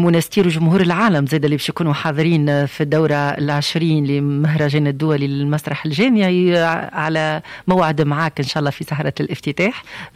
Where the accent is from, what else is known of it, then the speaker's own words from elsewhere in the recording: Tunisia; تقول مادام انا تونسيه والفكره تونسيه انا تونسيه ونقعد نصمم في افكار